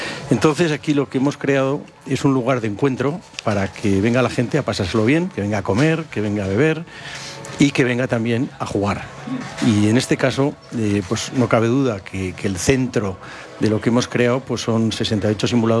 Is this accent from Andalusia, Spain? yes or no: no; San Sebastián, Basque Country, Spain; now in Madrid, Spain; Yo soy de San Sebastián.